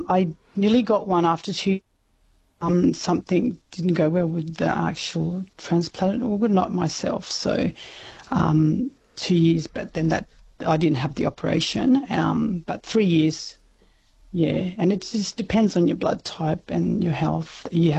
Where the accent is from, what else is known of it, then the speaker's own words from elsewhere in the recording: Elliott, Northern Territory, Australia; also born or lived in Alice Springs; Well, I was born in Alice, but I'm actually a Jinglee Warramungu woman. I'm from Elliot, a town called Elliot, near Tennant Creek. But as a child, I grew up on Bidley Station, which my family once owned. It was a cattle station.